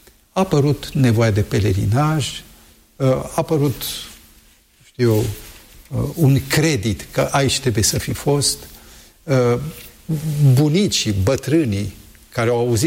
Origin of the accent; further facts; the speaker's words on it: Sibiu, Sibiu County, Romania; moved away; also born or lived in Brașov; Am și o amintiri vis-a-vis de locul unde am copilărit. Eu mă simt foarte sibian, deși m-am născut la Brașov și la 2 ani jumate, 3 ne-am mutat în Sibiu, dar acolo am descoperit viața